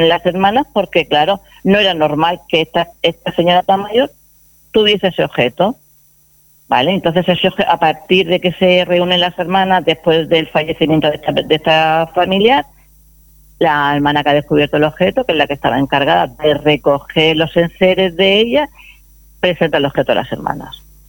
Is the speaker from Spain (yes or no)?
yes; Cieza, Region of Murcia, Spain; Yo soy muy ciezana, me encanta Cieza.